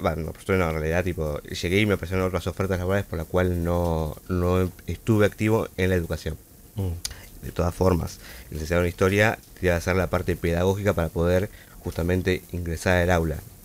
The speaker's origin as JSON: {"language": "Spanish", "town": "Pinamar", "region": "Buenos Aires Province", "country": "Argentina", "tie": "born or raised there", "said": "Buen día, ¿cómo están? Efectivamente, nacido y criado en Pinamar."}